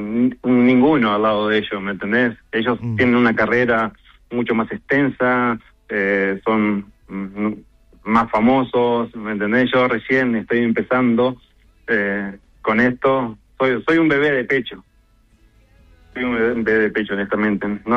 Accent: Uruguay; now in Utah, United States; Soy el tercer uruguayo.

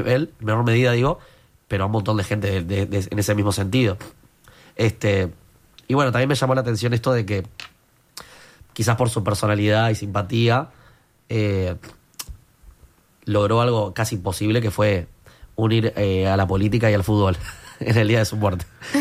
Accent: Argentina; Y esto lo digo como argentino también

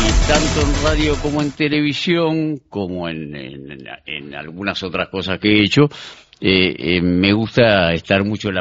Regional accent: Uruguay; nosotros somos República Oriental del Uruguay.

